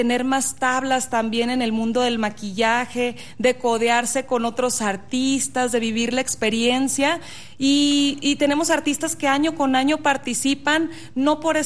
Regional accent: Los Mochis, Sinaloa, Mexico; also born or lived in Mazatlán, Sinaloa; Yo soy norteña. ¿De dónde eres? De Los Mochis, Sinaloa. Nací en Mazatlán.

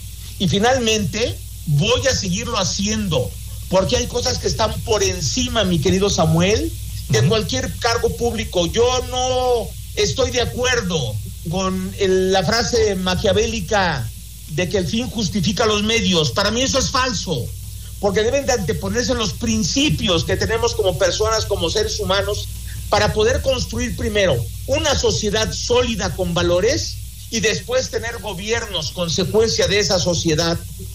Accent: Mexico City, Mexico; born there; now in San Luis Potosí, Mexico; yo no nací en San Luis Potosí, yo nací en la Ciudad de México y mi origen es en Iztapalapa

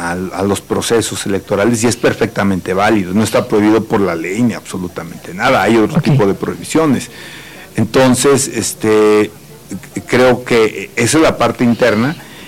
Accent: Querétaro, Mexico; born there; yo soy queretano, yo aquí nací, soy de varias generaciones, yo no sé hasta dónde llegan de queretanos

